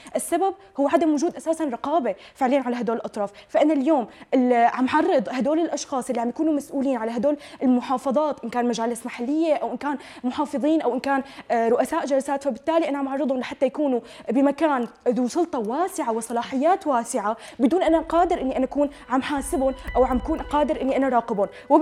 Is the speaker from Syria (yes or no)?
yes; Syria